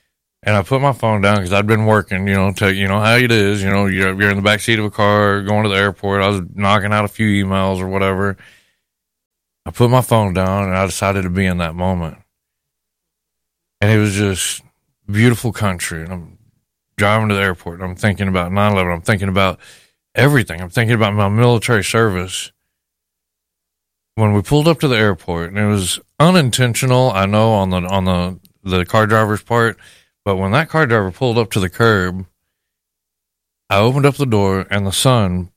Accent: McCamey, Texas, United States; Well, I grew up in McCamey, which was just south of Odessa, Midland.

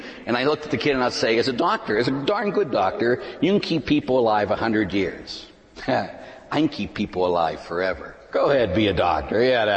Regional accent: Pittsburgh, Pennsylvania, United States; born or raised there

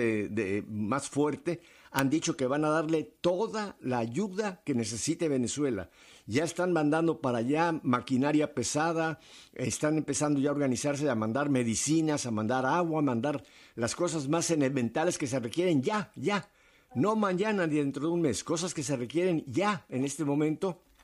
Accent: Mexico; now in United States; yo soy americano, tengo una nacionalidad americana, aunque soy mexicano, y eso nunca se me va a quitar

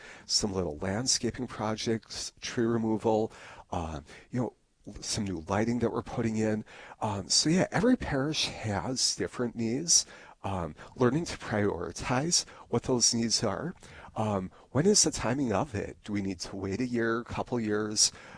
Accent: Harvey, North Dakota, United States; I grew up in Harvey, North Dakota. My mother and stepfather live north of Animus.

